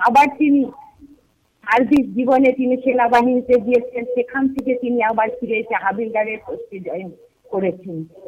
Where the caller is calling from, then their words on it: Murshidabad, West Bengal, India; চাকরি মুর্শিদাবাদ থেকে বলছি।